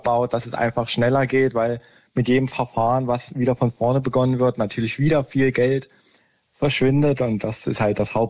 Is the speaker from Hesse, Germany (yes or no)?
no; Dresden, Saxony, Germany; Ich komme ja aus Dresden.